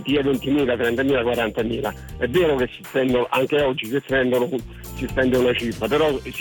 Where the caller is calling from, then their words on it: Tivoli, Lazio, Italy; Io sono della provincia di Roma, sono di Chivoli, okay. Io ho 80 anni